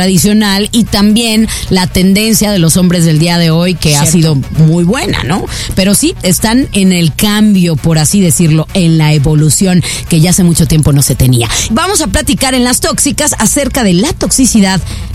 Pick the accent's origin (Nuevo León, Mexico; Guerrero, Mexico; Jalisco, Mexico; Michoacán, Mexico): Jalisco, Mexico; Guadalajara; nosotras somos las tapatías, las que nos importaron desde el ombligo del universo, desde la gran Guadalajara, desde nuestra perla tapatía, la ciudad de las rosas, desde Guadalajara, Guadalajara, Jalisco, México.